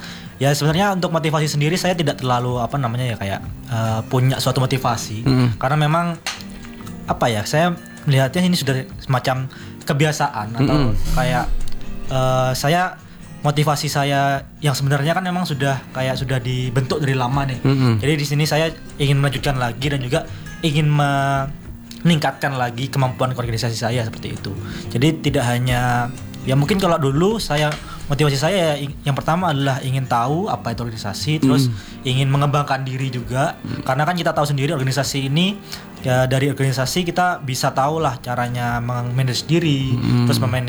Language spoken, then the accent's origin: Indonesian; Jember, East Java, Indonesia; Saya anak Jember